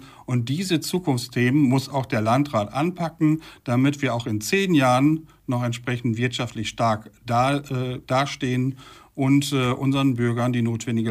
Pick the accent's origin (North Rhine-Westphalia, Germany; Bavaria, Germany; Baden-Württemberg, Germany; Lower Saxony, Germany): Lower Saxony, Germany; Holthausen-Biene; wenn ich jetzt zum Beispiel in meinen Heimatort in Holthausen und Biene schaue, dort haben wir na klar eine sehr dörfliche Struktur, einen guten Zusammenhalt